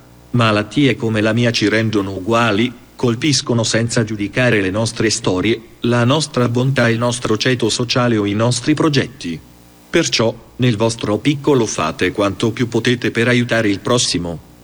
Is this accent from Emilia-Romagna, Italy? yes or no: no; Sardinia, Italy; born there; ho 22 anni, sono nato in Sardegna